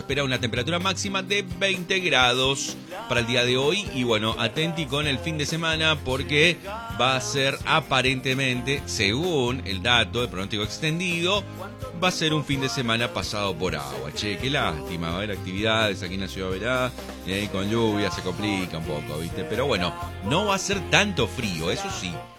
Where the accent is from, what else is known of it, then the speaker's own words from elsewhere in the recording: Argentina; Nosotros, digo los argentinos